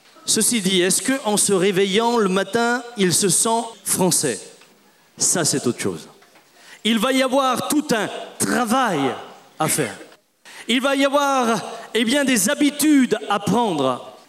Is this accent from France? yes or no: yes; France; born there; Je suis né en France et je suis français. D'ailleurs, je bénis Dieu d'être né dans ce pays.